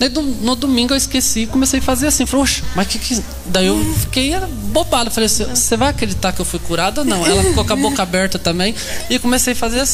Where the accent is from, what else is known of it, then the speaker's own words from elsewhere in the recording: Apucarana, Paraná, Brazil; encontrei uma senhora, que eu sou de lá de Apucaranga, e ela de lá.